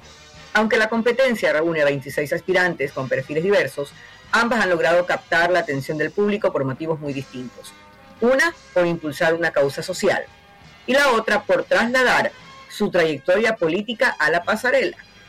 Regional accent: Ecuador; como ecuatoriana tengo que abrir los ojos

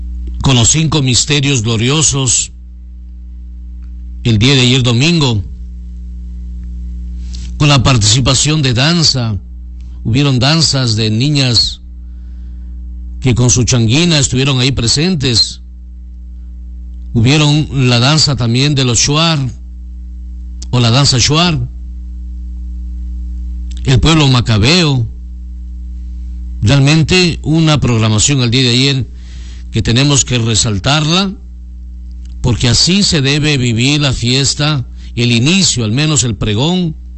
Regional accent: Gonzanamá, Loja, Ecuador; now in Macas, Ecuador; Y en mi pueblo, Gonzanamá

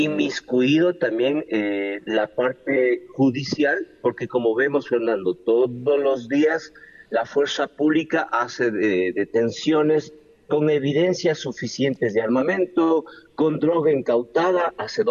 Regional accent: Ecuador; la frontera nuestra con Colombia es muy amplia, es una zona selvática.

